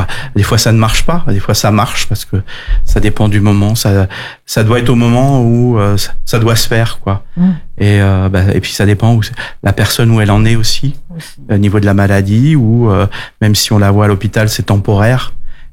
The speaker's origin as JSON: {"language": "French", "country": "France", "also_born_or_lived": "Belgium", "said": "Moi, je suis français, elle est espagnole, et puis on avait envie d'entrer en France. Et nous sommes rentrés sur le secteur de la Dordogne"}